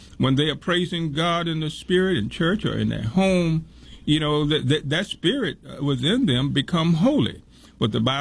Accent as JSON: {"language": "English", "region": "Louisiana", "country": "United States", "said": "I'm originally from Louisiana here."}